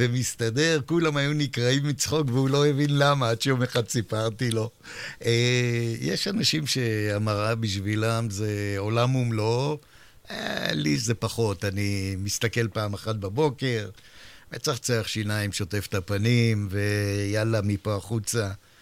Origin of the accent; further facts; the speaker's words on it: Holon, Tel Aviv District, Israel; אני חולוני